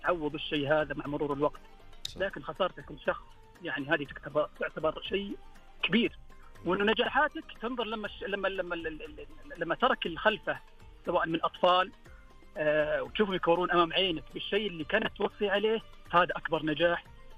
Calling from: Sakaka, Al-Jawf, Saudi Arabia; اكلمك من سكاكي منطقة الجوف.

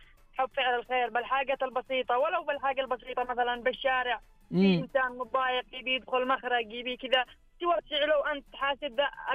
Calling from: Riyadh, Riyadh Province, Saudi Arabia; كلمك من الرياض أخوي.

